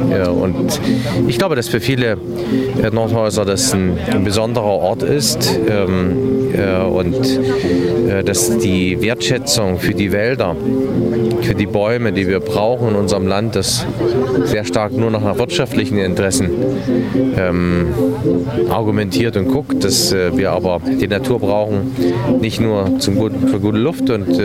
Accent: Thuringia, Germany; Na, ich bin ja Thüringer

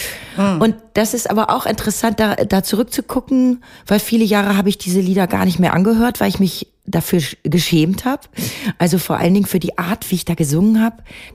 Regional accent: Bad Salzuflen, North Rhine-Westphalia, Germany

